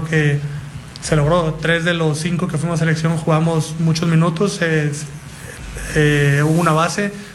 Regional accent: Mexico; como mexicanos, no creemos que podem

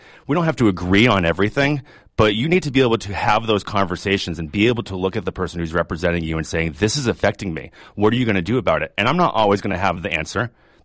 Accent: New Bedford, Massachusetts, United States; I am born and raised in New Bedford, Massachusetts. I come from a line of Portuguese grandparents. I am a product of New Bedford Public Schools. I went to Bristol Community College

